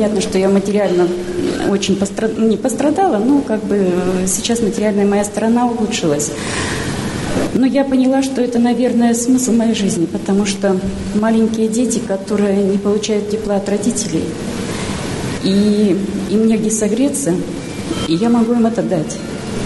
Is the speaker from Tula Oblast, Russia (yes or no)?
no; Irkutsk, Irkutsk Oblast, Russia; я из Иркутска.